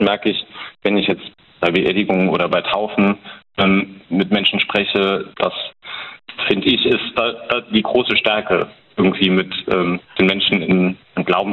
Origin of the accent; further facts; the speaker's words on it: Trier, Rhineland-Palatinate, Germany; moved away as an adult; now in Bad Kreuznach, Germany; ursprünglich komme ich aus Trier.